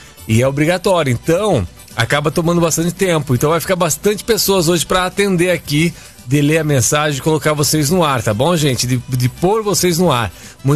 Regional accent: Araras, São Paulo, Brazil; Ele tá na minha terra natal, na minha cidade, Araras

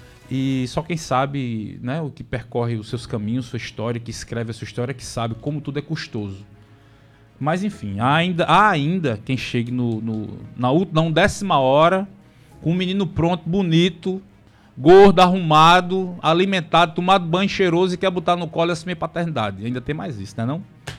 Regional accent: Santa Rita, Paraíba, Brazil; somos aqui de Santa Rita

